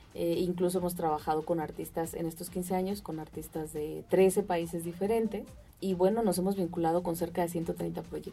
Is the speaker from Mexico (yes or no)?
yes; Michoacán, Mexico; now in Mexico City, Mexico; Yo soy de aquí de Michoacán, radico actualmente en Ciudad de México, pero hay un fuerte vínculo todavía con la ciudad y con el estado